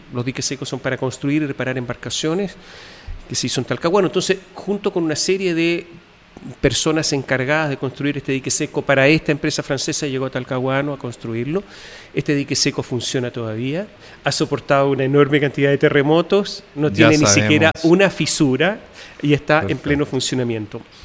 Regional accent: Italy; also born or lived in United States

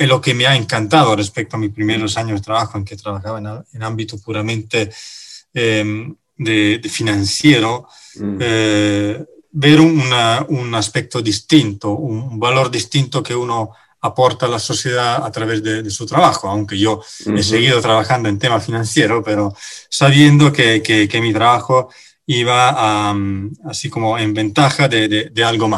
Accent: Italy; Spanish is a second language; moved away as an adult; now in Chile

